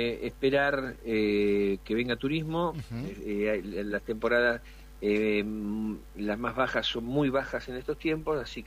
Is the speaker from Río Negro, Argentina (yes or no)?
no; Bahía Blanca, Buenos Aires Province, Argentina